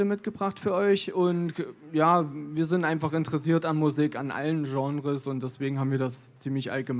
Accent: Eisenach, Thuringia, Germany; Ja, wir kommen hier aus der Gegend aus Eisenach, ist richtig.

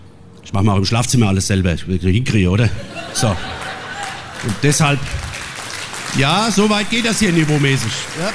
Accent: Hesse, Germany; ich bin ehrlich ein bisschen stolz drauf, als Hesse weltweit in Deutschland unterwegs zu sein.

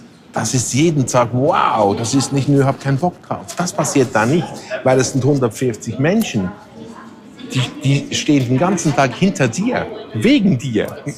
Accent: Switzerland; ich komme aus der Schweiz und ich kenne natürlich die Situation in den Bergen.

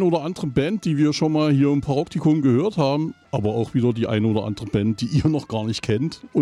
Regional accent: Eisenach, Thuringia, Germany; ich komme aus Eisenach

